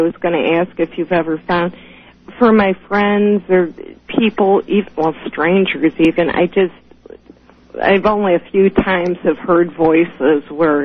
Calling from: Ohio, United States; from Ohio.

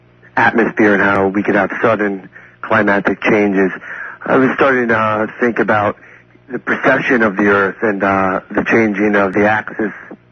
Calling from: New York, United States; I'm calling from New York.

